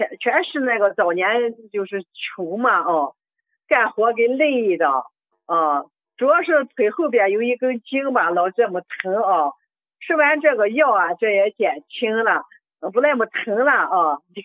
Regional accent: Tongzhou, Beijing, China; 啊，我是北京通州区的。

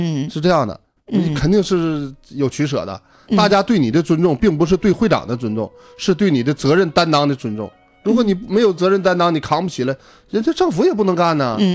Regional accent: Yushu, Jilin, China; moved away; 我们老家榆树

